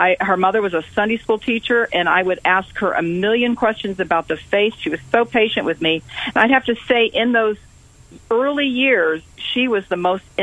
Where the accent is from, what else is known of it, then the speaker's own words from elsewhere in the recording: San Antonio, Texas, United States; moved away as an adult; I grew up in San Antonio, Texas. I was there until I was about 17. Then I went off to college, and I actually worked in television in San Antonio for 12 years. So I came back